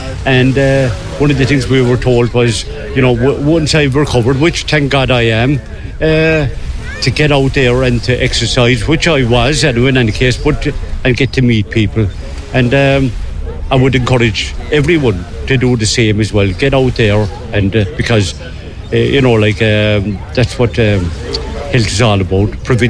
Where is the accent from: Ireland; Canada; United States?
Ireland; Munster; now in Bray, Ireland; I'm not originally from Bray, I'm from West Cork originally.